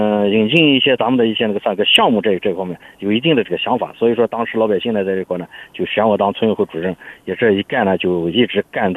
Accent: China; 我是从小就在泉水村出生长大的

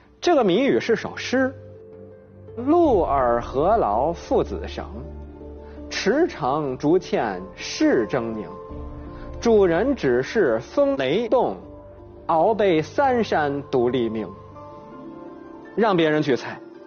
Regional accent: China; 对《红楼梦》这书啊，我们中国人不会陌生。

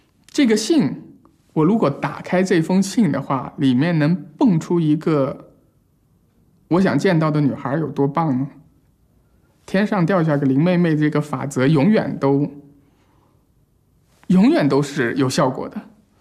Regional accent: Jiangxi, China; now in Shenzhen, China; 在深圳之前的那大半年过得非常的孤独，突然之间离开了我家乡江西的所有的熟悉的环境

